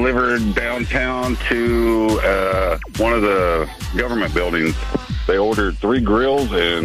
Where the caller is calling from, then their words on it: Yuma, Arizona, United States; calling from Yuma, Arizona tonight.